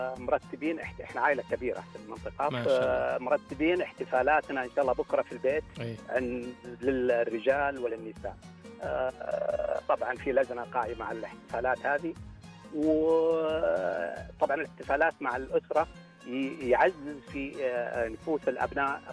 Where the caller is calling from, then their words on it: Dammam, Eastern Province, Saudi Arabia; من الدمام.